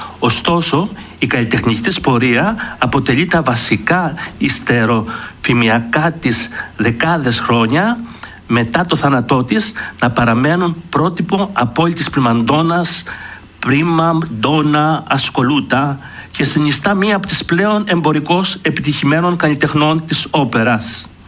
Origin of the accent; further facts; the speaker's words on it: Greece